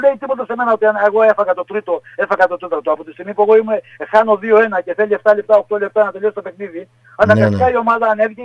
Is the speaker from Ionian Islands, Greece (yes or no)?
yes; Zakynthos, Ionian Islands, Greece; Εμένα με ρωτάνε … και από πού είσαι, λέω από Ζάκηδο είμαι.